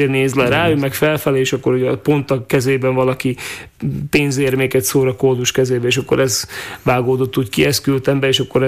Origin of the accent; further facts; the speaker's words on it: Čierna, Košice Region, Slovakia; Bodrog közben onnan származom, tehát ahol anyumék élnek Ágcsernőben